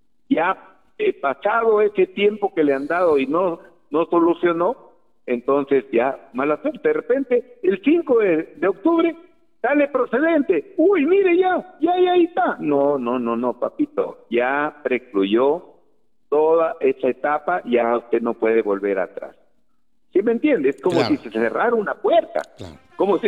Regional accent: Olmos, Lambayeque, Peru; moved away; Cuando yo salí de Olmos, dije, voy a prepararme, porque yo algún día tengo que volver a mi pueblo

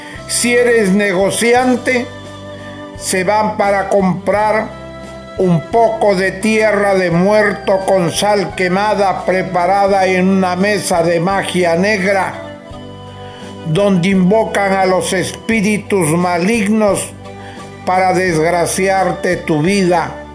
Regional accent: northern Peru, Peru

